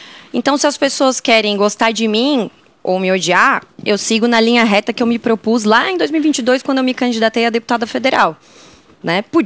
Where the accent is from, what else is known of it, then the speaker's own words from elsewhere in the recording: Criciúma, Santa Catarina, Brazil; Eu sou de Criciúma, Santa Catarina.